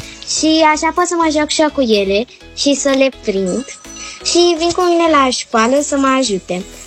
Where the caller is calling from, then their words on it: Bucharest, Romania; am 9 ani și sunt din București